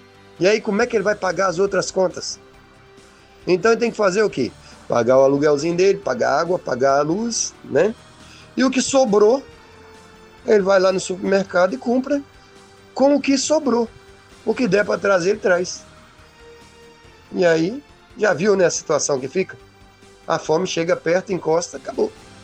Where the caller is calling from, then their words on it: Brazil; Eu sou brasileiro.